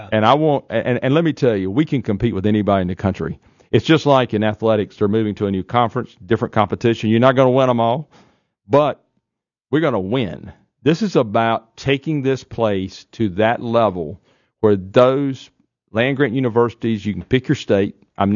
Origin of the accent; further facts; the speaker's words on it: North Carolina, United States; moved away as an adult; now in North Dakota, United States; I grew up in Eastern North Carolina.